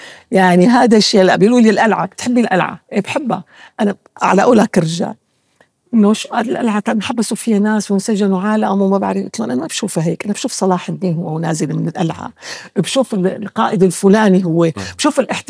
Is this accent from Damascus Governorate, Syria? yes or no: yes; Damascus, Damascus Governorate, Syria; الشام غالية علينا نحن، فأنا احنا الأصليين أهل